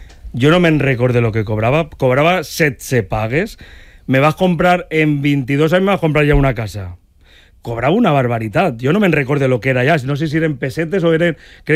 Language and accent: Catalan; Valencian Community, Spain; com a valencià